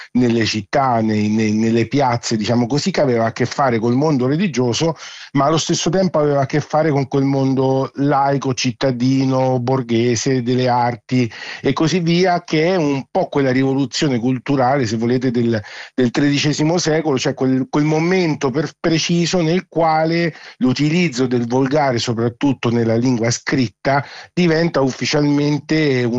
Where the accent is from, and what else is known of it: Umbria, Italy; accent: central Italian (Umbrian)